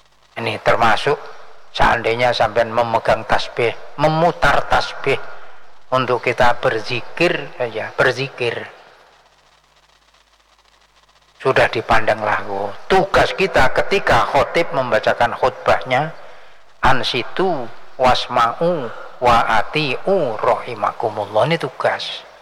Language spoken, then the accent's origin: Indonesian; Java, Indonesia; now in Samarinda, Indonesia; di tempat saya di Jawa sana itu, di daerah saya di Pondok Al-Ghazaliyah itu